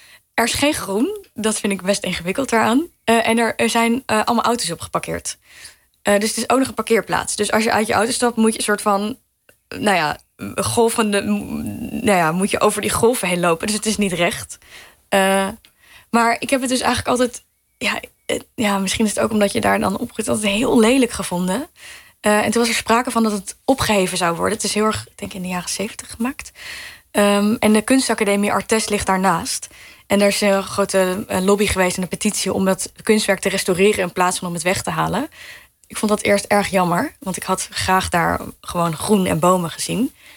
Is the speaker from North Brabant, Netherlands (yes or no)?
no; Arnhem, Gelderland, Netherlands